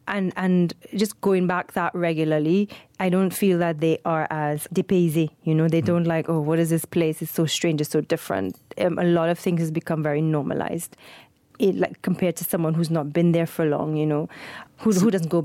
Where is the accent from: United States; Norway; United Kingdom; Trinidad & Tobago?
Trinidad & Tobago; St. James; moved away as an adult; also born or lived in Caen, France; now in Luxembourg; I was born and raised in Trinidad, in St. James, which is in the west of the island. My father's from Tobago, which is the twin island, which is the other island.